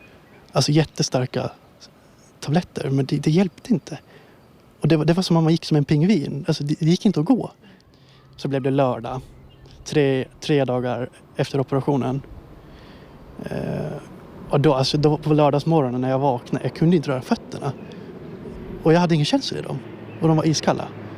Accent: Åland Islands; moved away as an adult; now in Stockholm, Sweden; Ända sedan jag spelade fotboll hemma på Åland.

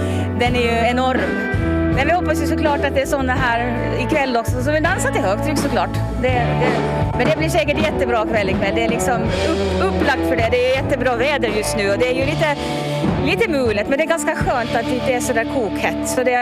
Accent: Åland Islands; Så, men det är alltid trevligt att vara hemma på Åland.

